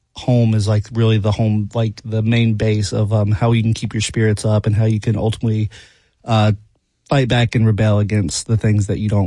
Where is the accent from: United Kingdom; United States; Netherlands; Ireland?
United States; North Carolina; born or raised there